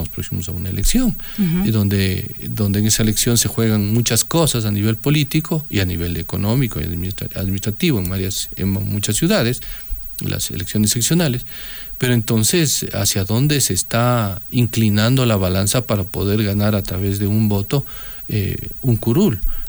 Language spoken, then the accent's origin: Spanish; Ecuador; los dueños y soberanos somos el pueblo ecuatoriano.